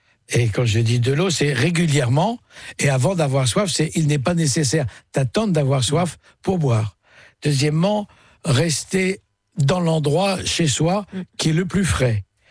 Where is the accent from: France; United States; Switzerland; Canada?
France; Grand Est; Moi, je suis alsacien